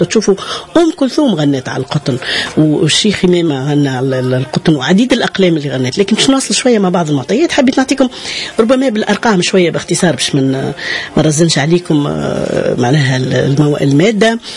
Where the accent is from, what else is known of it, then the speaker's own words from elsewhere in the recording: Tunisia; احنا في تونس يعني مناش نزرعوا